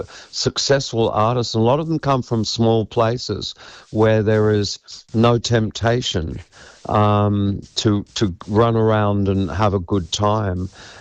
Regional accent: Canberra, Australian Capital Territory, Australia; moved away; also born or lived in Sydney; I grew up in Canberra, and being in, when I was in Canberra, we're talking the late 70s

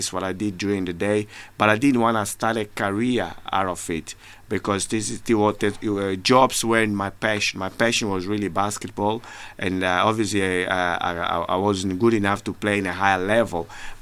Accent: Angola; moved away; Growing up in Angola, the most played sport is soccer.

